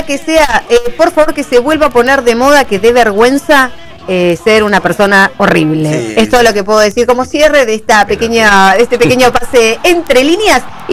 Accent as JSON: {"language": "Spanish", "country": "Argentina", "said": "es una de las mayores virtudes que tenemos los argentinos."}